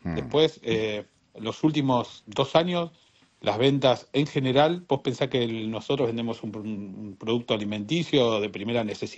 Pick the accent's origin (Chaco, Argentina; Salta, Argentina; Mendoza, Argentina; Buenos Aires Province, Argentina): Buenos Aires Province, Argentina; Tres de Febrero; yo soy de 3 de febrero, soy de Villavoz, del conurbano